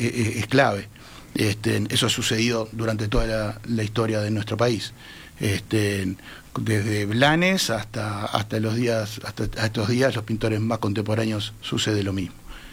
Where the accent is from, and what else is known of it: Uruguay